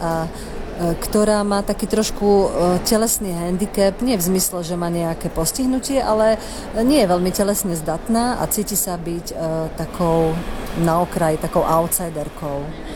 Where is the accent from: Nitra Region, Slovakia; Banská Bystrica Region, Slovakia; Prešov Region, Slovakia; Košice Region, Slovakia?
Košice Region, Slovakia; Košice; ja teda pochádzam zo starej košickej rodiny